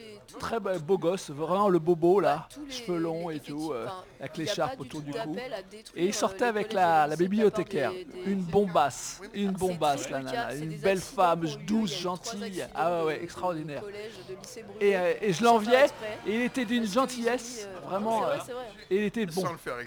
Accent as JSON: {"language": "French", "town": "Montreuil", "region": "Île-de-France", "country": "France", "tie": "born there", "also_born_or_lived": "Paris", "said": "Jusqu'à mes 6 ans, je sortais de bidonville, des bidonvilles. Et la première bâtisse, entre guillemets, sans eau, mais en dur, c'était à Montreuil."}